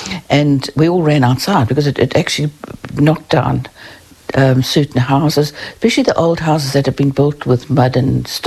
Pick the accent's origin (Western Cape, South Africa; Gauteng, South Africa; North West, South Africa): Gauteng, South Africa; Johannesburg; now in Wairarapa, New Zealand; Now, I grew up in Johannesburg